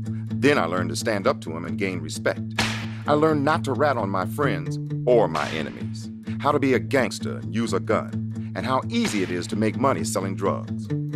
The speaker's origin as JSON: {"language": "English", "town": "Chicago", "region": "Illinois", "country": "United States", "tie": "born or raised there", "said": "I grew up in Chicago, where the code of the streets is, you hurt me, and I hurt you."}